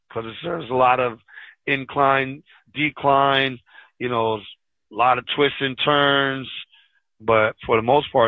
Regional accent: New York, United States; Born and raised in New York.

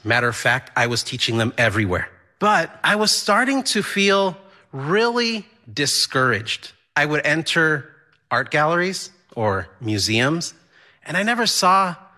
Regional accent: El Paso, Texas, United States; born or raised there; also born or lived in Juarez, Mexico; now in Boston, United States

